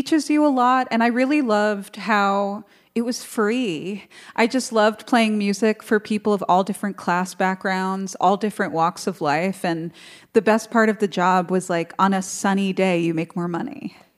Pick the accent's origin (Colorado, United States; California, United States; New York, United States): New York, United States; New York City; growing up in New York City, I felt like you know I've lived in this place that everybody comes